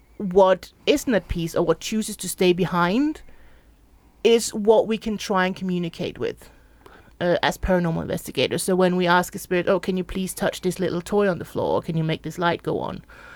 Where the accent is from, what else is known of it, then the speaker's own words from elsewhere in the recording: Denmark; moved away; So I'm from Denmark originally.